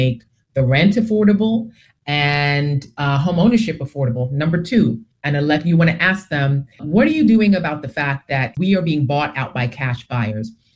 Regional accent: Brownsville, New York, United States; I didn't grow up with a silver spoon. I grew up in Brownsville, right? With the most of the time with a single mother.

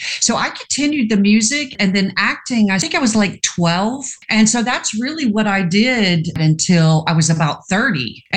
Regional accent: Nashville, Tennessee, United States; also born or lived in Georgia; now in Richmond, United States; I lived all over before the age of 5, but grew up most of my life in Nashville, Tennessee. So that's where I consider my hometown.

